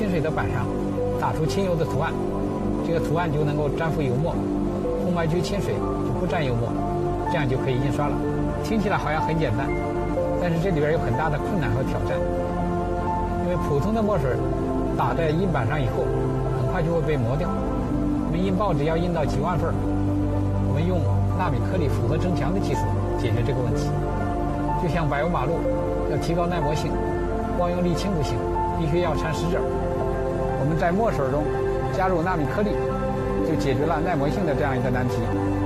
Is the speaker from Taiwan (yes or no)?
no; China; 我们中国人